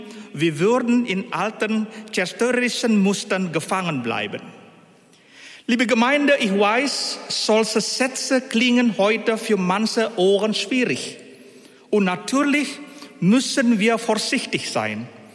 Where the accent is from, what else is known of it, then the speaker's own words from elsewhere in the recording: Indonesia; Ich bin mit einem Satz aufgewachsen, den viele Menschen in meiner Heimat Indonesien gesagt haben.